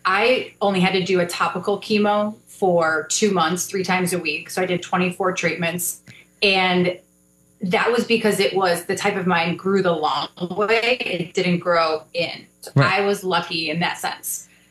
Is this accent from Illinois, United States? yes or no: yes; Crystal Lake, Illinois, United States; I grew up in Crystal Lake, so I grew up in a lake town